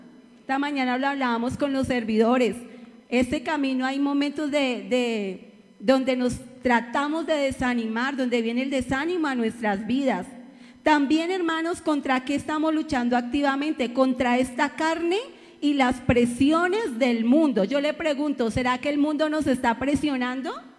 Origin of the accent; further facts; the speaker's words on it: Colombia; Si somos ciudadanos, somos colombianos